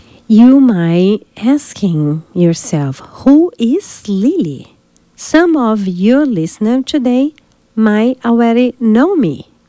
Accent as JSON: {"language": "English", "region": "São Paulo", "country": "Brazil", "tie": "born or raised there", "accent": "Brazilian", "second_language": "English", "moved": "as an adult", "lives_now": "Chico, United States", "said": "I was born in São Paulo, Brazil. Brazil gave me my culture, my accent, my love of food, music, family, and gathering people around the table."}